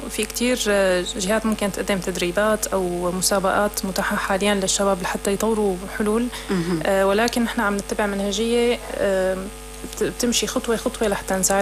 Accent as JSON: {"language": "Arabic", "country": "Syria", "said": "عنا كسوريين بشكل عام"}